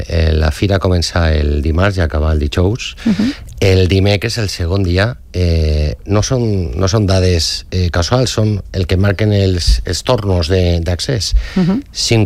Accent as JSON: {"language": "Catalan", "region": "Valencian Community", "country": "Spain", "said": "i com a valencià me dol, però n'hi ha que dir-ho"}